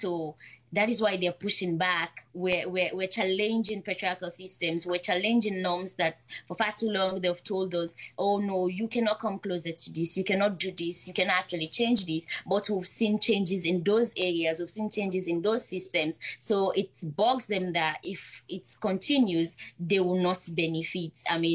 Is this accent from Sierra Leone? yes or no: yes; Kono District, Eastern Province, Sierra Leone; my district, Kono district